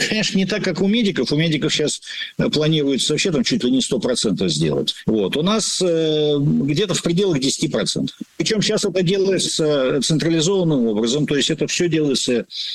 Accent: Yekaterinburg, Sverdlovsk Oblast, Russia; moved away as an adult; now in Moscow, Russia; я родился и вырос на Урале, значит, и приехал в Москву, вот, в Московский институт стали сплава, получать там образование.

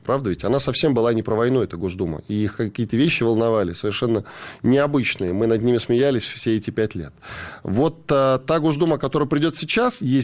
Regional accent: Moscow, Russia; Я москвич, меньше.

